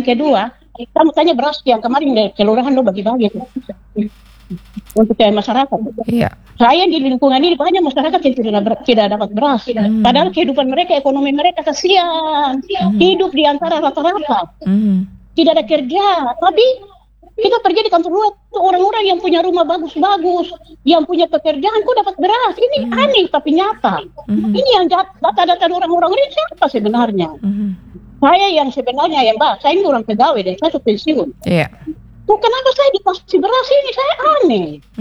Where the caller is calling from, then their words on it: Papua, Indonesia; khusus kita orang Papua ini?